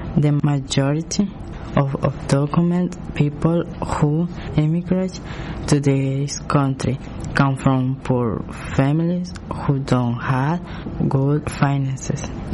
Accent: El Salvador; soy de El Salvador, tengo 17 años.

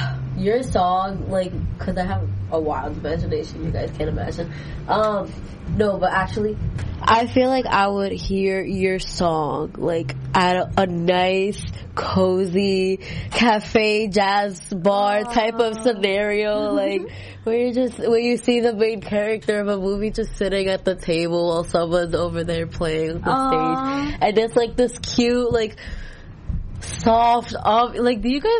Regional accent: New York, United States; Growing up in New York, there was a lot of that everywhere.

